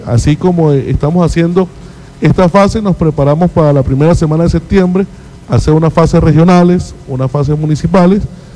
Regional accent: Venezuela; nosotros tenemos una tarea importante como venezolanos, como patriotas y como bolivarianas

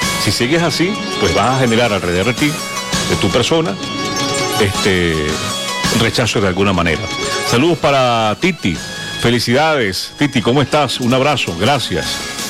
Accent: Mérida, Venezuela; Yo soy merideño, soy venezolano

